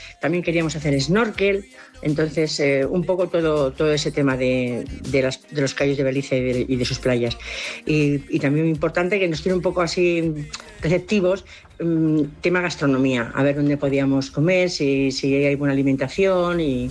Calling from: Madrid, Community of Madrid, Spain; de Madrid

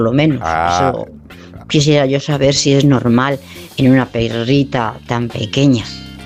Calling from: Madrid, Community of Madrid, Spain; de Madrid y te voy a contar.

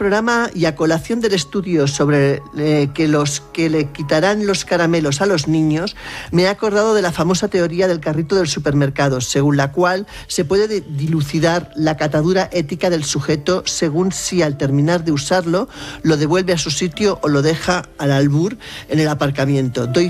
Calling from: Barcelona, Catalonia, Spain; de Barcelona

